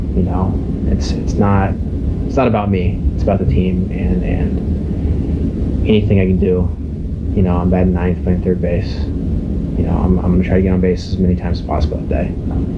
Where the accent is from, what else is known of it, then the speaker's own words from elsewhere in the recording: Concord, United States; they've supported me 100% through in my hometown in Concord.